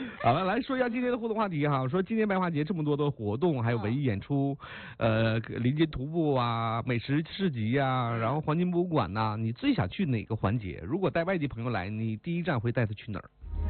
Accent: Huadian, Jilin, China; 作为咱们花旗本地人来说哈

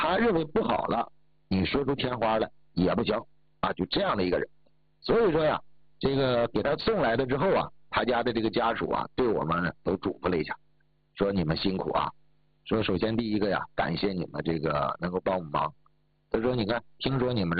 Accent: Northeast China, China; accent: Northeastern Mandarin; 我们东北话就说这个人犟啊

